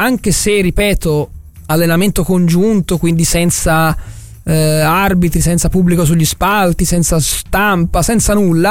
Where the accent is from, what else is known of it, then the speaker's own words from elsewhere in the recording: Tuscany, Italy; salutiamo gli amici di Rocca Tederighi, o di Tatti o di Boccheggiano, che sono le zone della mia terra maremmana, o di Prata, dove ho un ottimo appartamento e dove vado in vacanza da sempre.